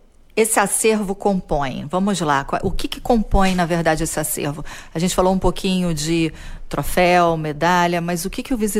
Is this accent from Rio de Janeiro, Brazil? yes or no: yes; Rio de Janeiro, Brazil; eu já estou com idade, já passei dos 50, mas como carioca